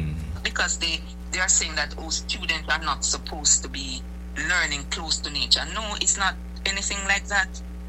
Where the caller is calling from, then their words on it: Jamaica; Because none of us as Jamaican are afraid of our student going outside or trying to learn in learning nature.